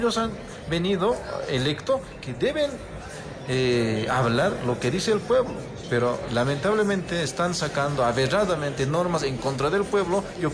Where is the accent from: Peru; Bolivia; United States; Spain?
Bolivia; porque todos somos bolivianos. Seamos, independientemente tengamos identidades culturales, aymaras, quechos, guaraníes, blanco, mestizos, pero todos somos bolivianos.